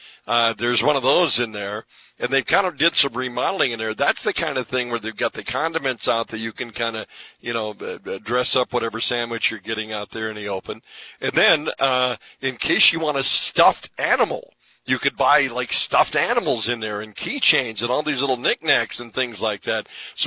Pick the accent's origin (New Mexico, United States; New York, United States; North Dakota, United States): North Dakota, United States; Williston; growing up in Williston, you know, in Western North Dakota